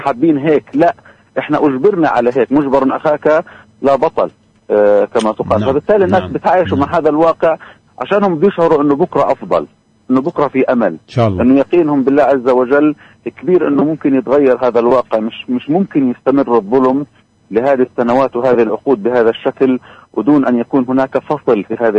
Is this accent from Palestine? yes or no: yes; Palestine; إحنا الشعب الفلسطيني